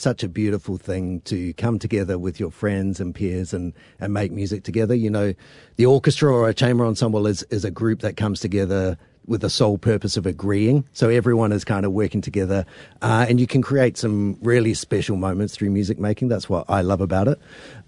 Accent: New Zealand; moved away as an adult; also born or lived in United Kingdom; I enjoyed the life in the UK, but I thought for children growing up in New Zealand, that was a really special time for me

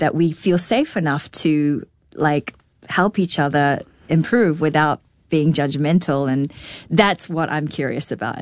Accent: New Zealand; also born or lived in Shanghai, China / Australia; I'm a global citizen. I was born in Shanghai. I grew up in New Zealand. I studied in Australia.

